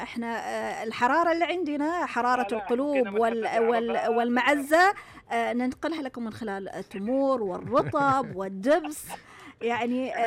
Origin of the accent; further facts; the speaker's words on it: Saudi Arabia; غير أنه إحنا كسعوديين أيضا روح الرحابة يعني والضيافة مع الأخوة الخليجيين يمكن رقم واحد.